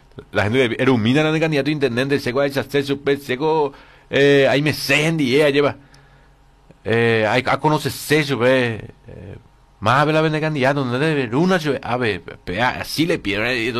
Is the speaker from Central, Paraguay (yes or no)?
no; Carapeguá, Paraguarí, Paraguay; Yo soy de Carapeguá.